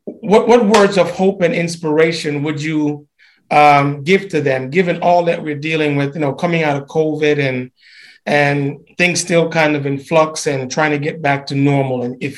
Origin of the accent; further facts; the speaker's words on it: Jamaica; moved away as an adult; I'm originally from Jamaica, and I came on a track and field scholarship to Howard University.